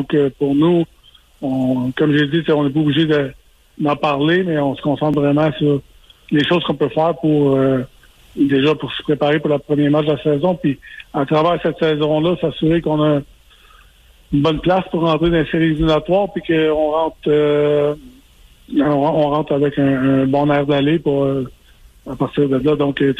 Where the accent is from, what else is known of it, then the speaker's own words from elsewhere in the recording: Quebec, Canada; étant donné que je suis Québécois, ben, je n'entends parler parce que j'ai un peu partout sur les réseaux sociaux